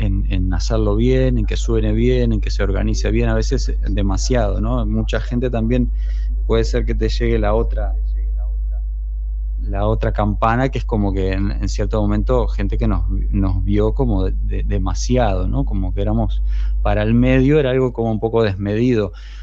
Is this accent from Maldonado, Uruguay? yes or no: yes; Maldonado, Uruguay; moved away as an adult; now in Spain; me sigo presentando como músico uruguayo